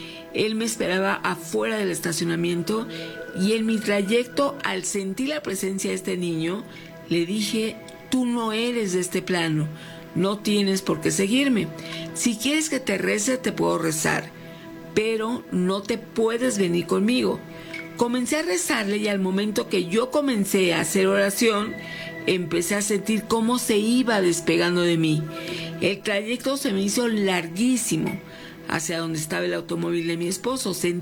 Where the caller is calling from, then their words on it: León, Guanajuato, Mexico; yo soy de León, Guanajuato